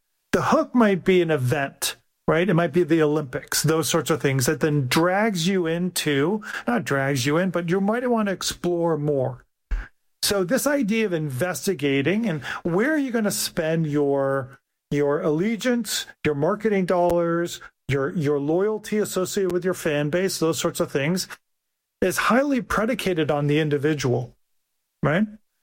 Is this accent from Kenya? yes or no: no; Canada; now in Pittsburgh, United States; I came from Canada and my loyalty was to the Maple Leafs because it was passed down to me from one generation to another. When I moved to Pittsburgh, I fell in love with the Pens